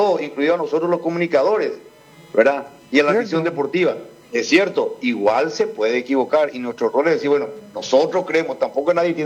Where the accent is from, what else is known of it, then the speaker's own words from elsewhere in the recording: Paraguay; Vos sabés cómo somos los paraguayos.